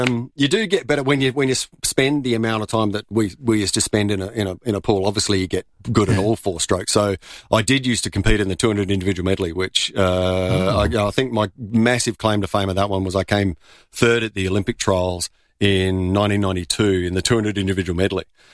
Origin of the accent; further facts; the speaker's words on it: Modbury, South Australia, Australia; Modbury. I grew up in.